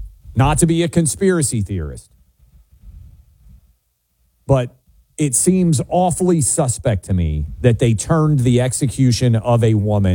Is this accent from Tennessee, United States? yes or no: yes; Tennessee, United States; We talked some yesterday about the failure of my home state of Tennessee to execute a woman on death row correctly.